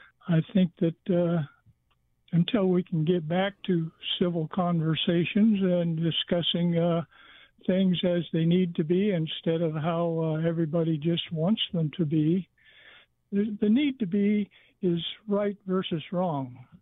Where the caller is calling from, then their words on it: Yucca, Arizona, United States; in Yucca.